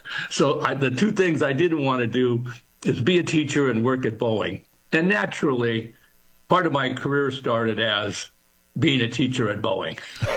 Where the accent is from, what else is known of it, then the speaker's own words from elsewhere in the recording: Seattle, Washington, United States; And as I grew up in Seattle, I grew up with two thoughts in my head.